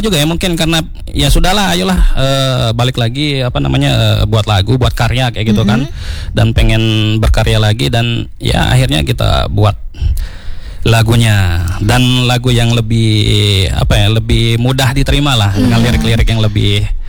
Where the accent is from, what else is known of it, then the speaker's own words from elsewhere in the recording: West Nusa Tenggara, Indonesia; Saya lahir di sana, saya besar di sana.